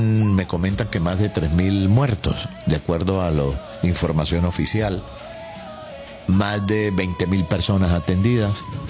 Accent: Venezuela; Y con esto tenemos que aprender los venezolanos.

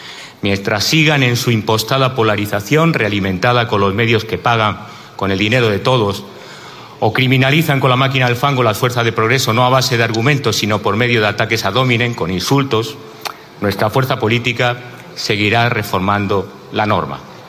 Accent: Granada, Andalusia, Spain; en mi tierra en Granada

